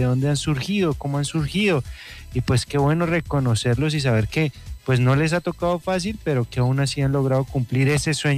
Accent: Boyacá, Colombia

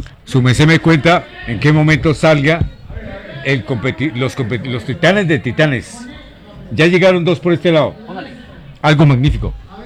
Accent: Boyacá, Colombia; somos boyacenses

